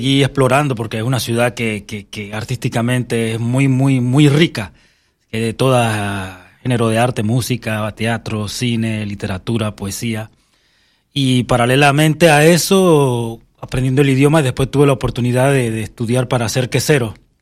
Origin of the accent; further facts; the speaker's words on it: Panama; moved away as an adult; Yo me fui de Panamá a los 30 años.